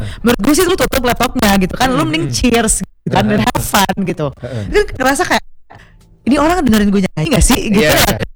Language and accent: Indonesian; Ambon, Maluku, Indonesia; born there; also born or lived in Bandung; Lahir di Ambon, lama tinggal di Bandung, daerah Sumatera.